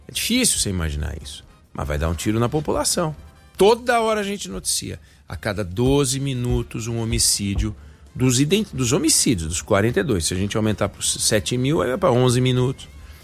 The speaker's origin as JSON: {"language": "Portuguese", "country": "Brazil"}